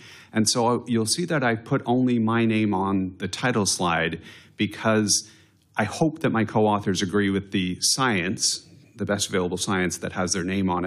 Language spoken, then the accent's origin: English; Canada; now in United States; I am a Canadian citizen.